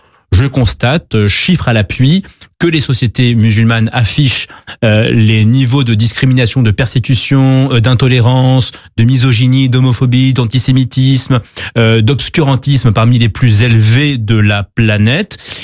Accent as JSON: {"language": "French", "town": "Paris", "region": "Île-de-France", "country": "France", "tie": "born there", "said": "Et donc moi, je suis né à Paris, en France, dans les années 90."}